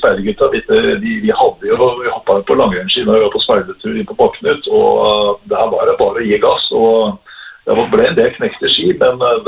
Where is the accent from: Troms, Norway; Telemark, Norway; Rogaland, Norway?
Telemark, Norway; Rjukan; moved away; jeg var jo veldig ivrig med platespilleren hjemme på Rjukan i alle år